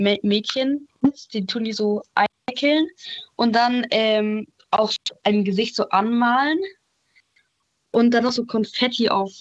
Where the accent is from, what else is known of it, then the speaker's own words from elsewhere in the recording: Baden-Württemberg, Germany; moved away; Also, ich komme ursprünglich aus Baden-Württemberg.